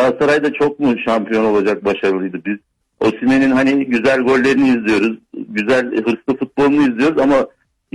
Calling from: Ankara, Turkey; Ankara'dan arıyorum.

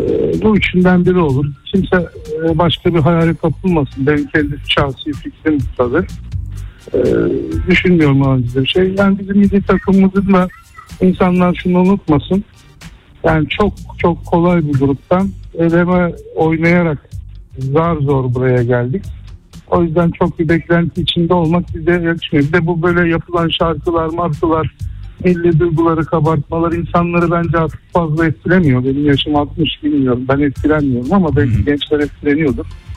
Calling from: Istanbul, Turkey; İstanbul'dan.

